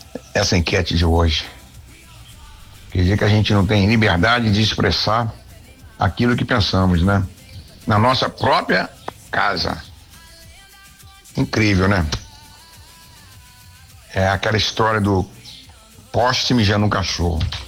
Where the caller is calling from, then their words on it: Muriaé, Minas Gerais, Brazil; do Macuco